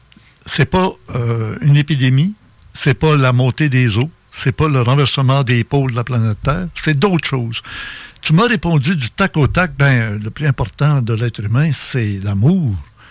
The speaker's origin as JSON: {"language": "French", "region": "Quebec", "country": "Canada"}